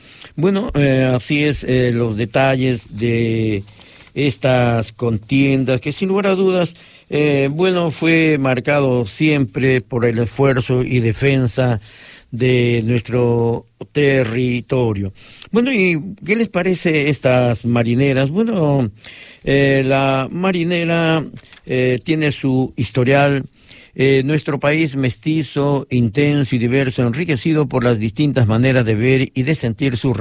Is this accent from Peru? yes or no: yes; Peru; now in Europe; como peruanos que somos residentes en el extranjero